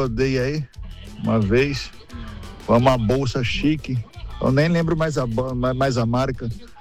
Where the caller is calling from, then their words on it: Bauru, São Paulo, Brazil; de Bauru. Acabei de chegar aqui em São Paulo.